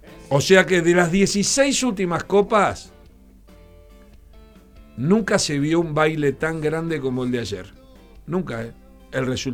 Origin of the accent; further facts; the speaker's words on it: Uruguay; Porque lo he vivido como uruguayo.